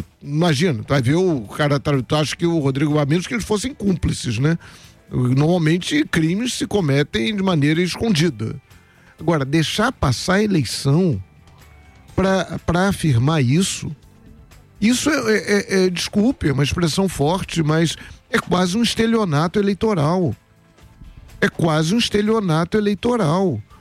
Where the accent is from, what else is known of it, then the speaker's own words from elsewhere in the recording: Rio de Janeiro, Brazil; mesmo sendo carioca, desde que nasci